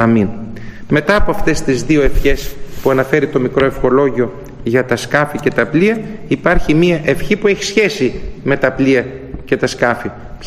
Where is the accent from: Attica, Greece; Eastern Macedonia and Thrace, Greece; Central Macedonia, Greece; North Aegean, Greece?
Eastern Macedonia and Thrace, Greece; moved away; Έχουμε στην πατρίδα μου επάνω τη Θράκη